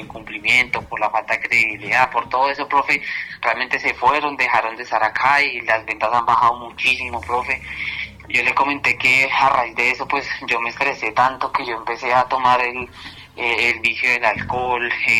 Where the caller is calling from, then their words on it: Copacabana, Antioquia, Colombia; Lo llamo por acá desde Copacabana, paciente suyo de Medellín.